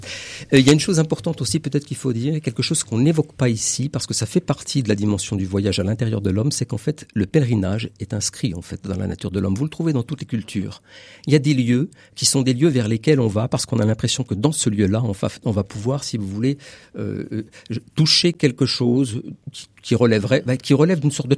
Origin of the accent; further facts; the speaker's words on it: Switzerland; moved away as an adult; now in Gennes-Val-de-Loire, France; Moi, je suis suisse, donc je suis pas très loin de chez vous, Pascal.